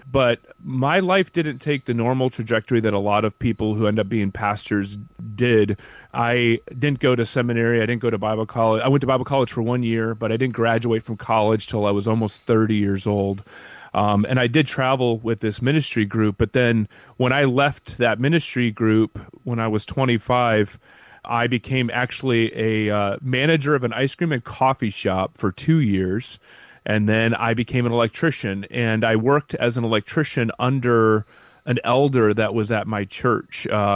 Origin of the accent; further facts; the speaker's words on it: South Carolina, United States; born there; moved away as an adult; also born or lived in Wisconsin / Baltimore; now in Fremont, California, United States; So I was born in Wisconsin, and then we moved to South Carolina when I was about 10.